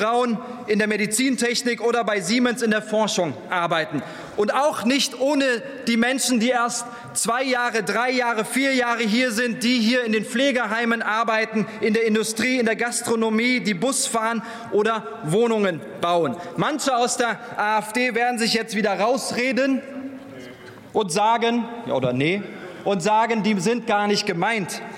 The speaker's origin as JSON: {"language": "German", "town": "Krefeld", "region": "North Rhine-Westphalia", "country": "Germany", "said": "ich komme ursprünglich aus Krefeld."}